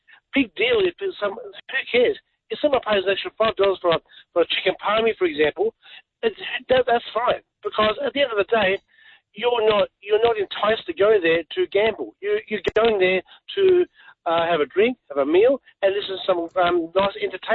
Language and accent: English; Perth, Western Australia, Australia; No, I'm from Perth, right?